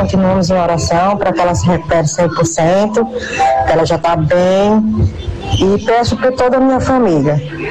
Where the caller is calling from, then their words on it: Pombal, Paraíba, Brazil; eu sou aqui de Pombal.